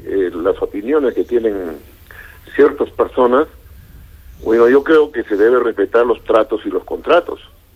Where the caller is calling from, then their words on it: Arequipa, Peru; yo estoy llamando de Hunter.